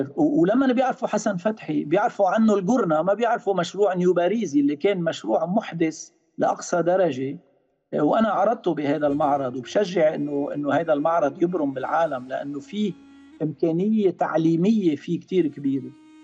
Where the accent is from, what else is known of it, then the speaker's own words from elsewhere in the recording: Lebanon; نحن لبنانيين وحدودنا معروفة